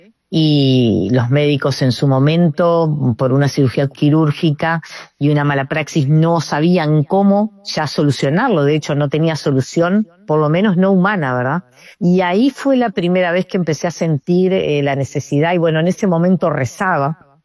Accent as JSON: {"language": "Spanish", "region": "Montevideo", "country": "Uruguay"}